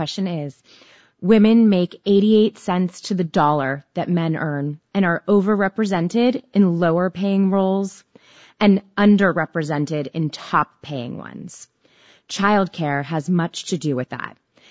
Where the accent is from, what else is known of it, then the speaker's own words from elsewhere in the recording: California, United States; from Marin County.